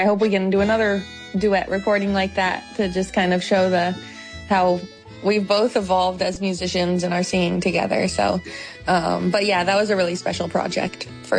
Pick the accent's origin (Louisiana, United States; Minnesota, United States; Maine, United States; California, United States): California, United States; Mountain View; my hometown venue a couple nights ago, a venue called Shoreline Amphitheater in Mountain View, California.